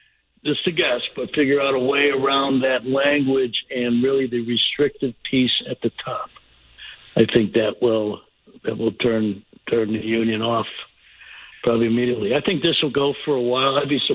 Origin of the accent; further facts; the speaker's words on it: Chicago, Illinois, United States; now in Los Angeles, United States; since I was a little kid growing up in Chicago.